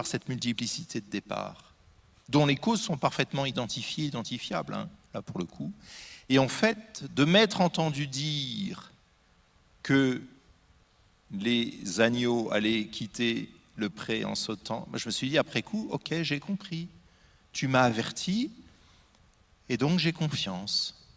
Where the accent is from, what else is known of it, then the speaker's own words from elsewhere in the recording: Normandy, France; Je suis normand, hein. Un pommier, je le connais.